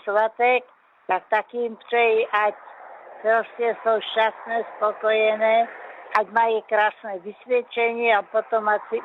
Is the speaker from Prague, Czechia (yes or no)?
no; Krnov, Moravian-Silesian Region, Czechia; Bosku, já vás zdravím celý Olomouc, okolí Olomouce i Naháne, do Krnova, moje rodné města